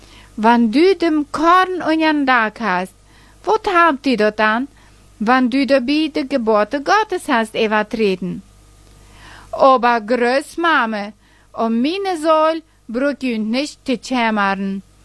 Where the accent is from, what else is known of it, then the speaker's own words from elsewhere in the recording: Bern, Switzerland; in meine Heimat, in Emmental, in der Schweiz